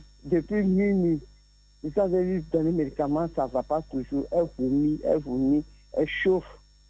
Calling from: Abidjan, Côte d’Ivoire; Je suis à Djamé.

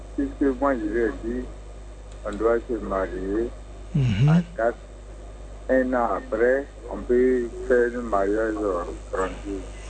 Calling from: Abidjan, Côte d’Ivoire; Moi, je suis à Abidjan

